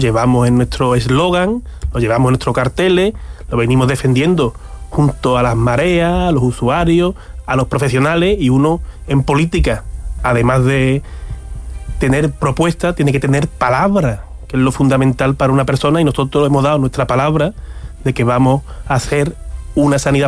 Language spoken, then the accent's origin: Spanish; Medina Sidonia, Andalusia, Spain; en mi pueblo, en Medina Sidonia